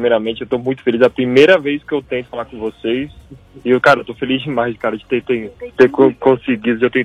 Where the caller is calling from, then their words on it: São Paulo, Brazil; eu falo de São Paulo.